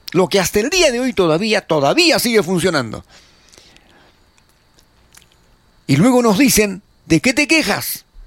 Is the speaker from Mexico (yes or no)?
no; Peru; el grueso de peruanos, ¿no?, tenemos